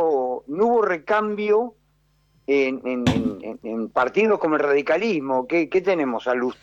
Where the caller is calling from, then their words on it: Buenos Aires, Argentina; Yo soy de acá, de Capital Federal, vivo acá en Villa Santa Rita.